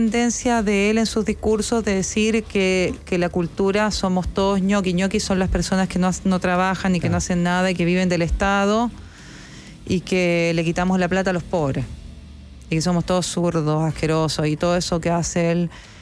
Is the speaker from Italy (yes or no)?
no; Chile; moved away as an adult; now in Buenos Aires, Argentina; porque soy chilena